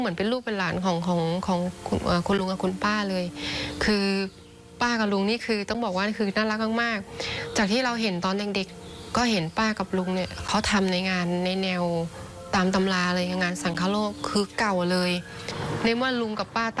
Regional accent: Sukhothai, Thailand; เราเป็นคนสุโขทัยสุโขทัยแท้เลยคือกำเนิดที่นี่เลย

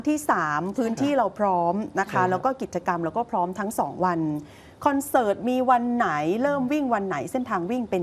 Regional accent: Southern Thailand, Thailand; ณจุดนี้เราคนใต้นะ

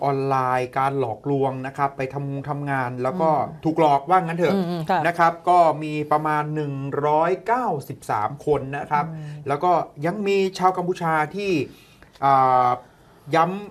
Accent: Rayong, Thailand; กระจูดนี่คือก็คือมาจากต้นกระจูดถ้าเป็นบ้านเราก็อยู่ที่จังหวัดระยอง

